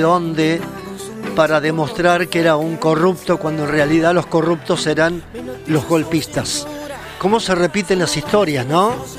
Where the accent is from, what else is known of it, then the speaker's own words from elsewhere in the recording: Villa Mercedes, San Luis, Argentina; moved away; Villa Mercedes, San Luis, me pongo de pie, che, para mi pueblo.